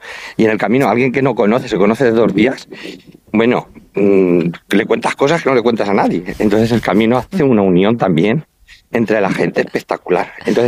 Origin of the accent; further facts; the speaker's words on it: Santa Cruz de los Cáñamos, Castilla-La Mancha, Spain; accent: Manchego; now in Albacete, Spain; Es que soy muy manchego. Yo soy de Ciudad Real, de un pueblo que se llama Santa Cruz de los Cáñamos, pero vivo en Albacete.